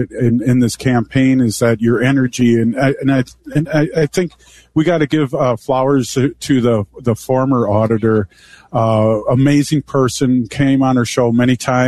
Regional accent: Minnesota, United States; I'm from Minnesota, too, so I'm not. But I caught that.

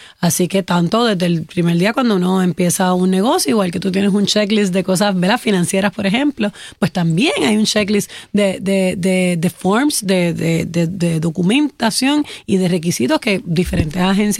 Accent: Puerto Rico

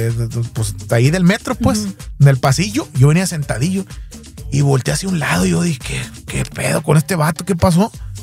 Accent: Estación Capomas, Sinaloa, Mexico; acuérdate que yo soy de Estación Capomas, Wasabe, Sinaloa, México, el ombligo del mundo

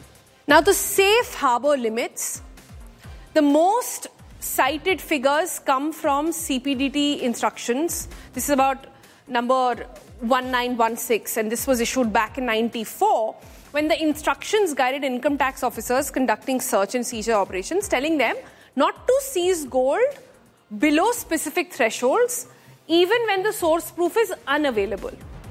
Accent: India; we as Indian citizens

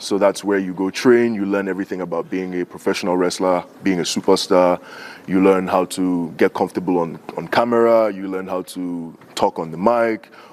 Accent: Nigeria; now in United States; I'm Nigerian

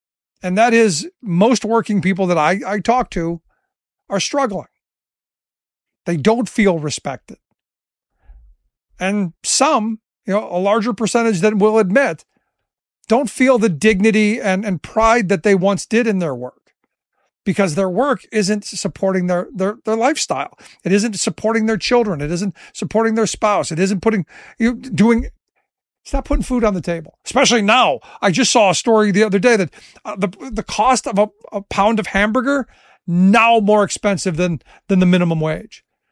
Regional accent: Cleveland, Ohio, United States; I go back to my hometown of Cleveland.

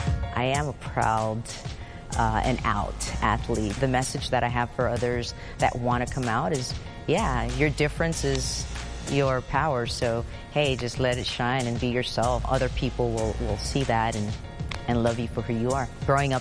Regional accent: Houston, Texas, United States; I grew up here in Houston, Texas. I was the only girl. Grew up the youngest of two older brothers

